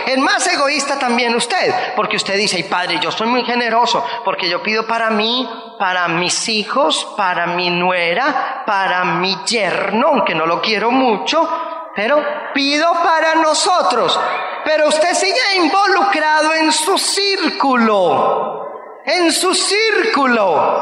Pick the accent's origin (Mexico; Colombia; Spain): Colombia; cuando yo muestro mi pasaporte, como soy colombiano